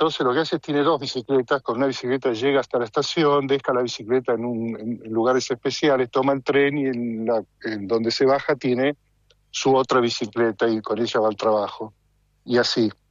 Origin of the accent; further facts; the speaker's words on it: Argentina; also born or lived in Italy; now in Netherlands; yo soy argentino y pero también me siento italiano por mi descendencia. He vivido muchos años en Italia antes de mudarme acá a Países Bajos